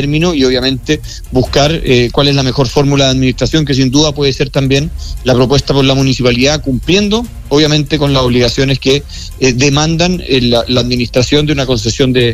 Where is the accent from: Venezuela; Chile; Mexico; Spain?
Chile; Maule; Yo soy del Maule, conozco Empedrado